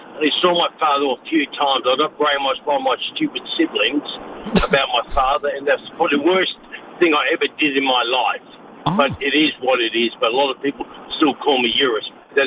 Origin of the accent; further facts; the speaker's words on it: Beaumont, South Australia, Australia; But it's hard to change to say, "Hi … from Beaumont, go the D."